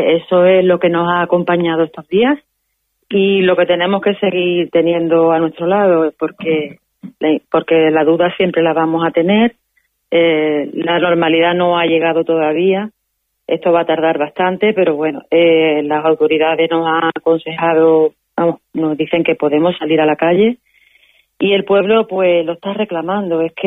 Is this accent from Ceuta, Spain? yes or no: yes; Ceuta, Spain